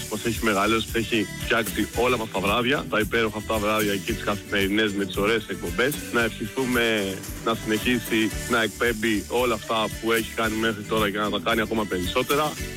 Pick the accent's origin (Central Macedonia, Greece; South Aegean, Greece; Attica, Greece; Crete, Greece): Crete, Greece; Rethymno; είμαι από το Ρέθινο.